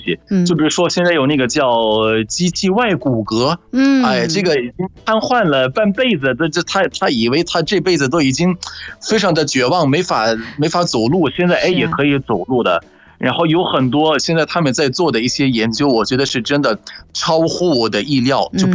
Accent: Egypt; 我是来自埃及的

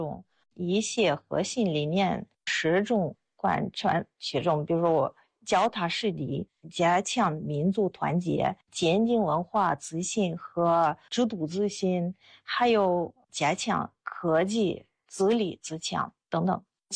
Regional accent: Russia; Chinese is a second language; now in China; 我是俄罗斯人，我在中国生活了25年，现在在当时研究员做翻译工作。

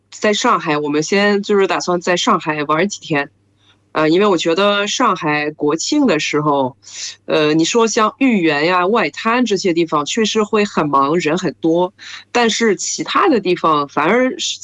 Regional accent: France; Chinese is a second language; now in China

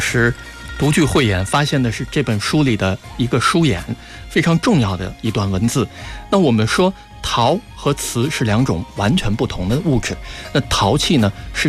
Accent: China; 作为中国人很遗憾

